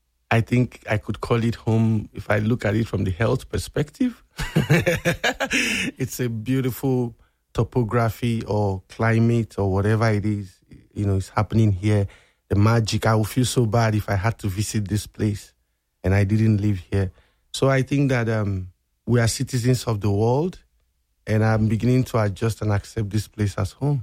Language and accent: English; Nigeria; moved away; growing up in Nigeria, man. I grew up just like most kids will. We speak English in Nigeria, of course, and I went to school, Western kind of education, but we had more community growing up. I lived in a town that was in the east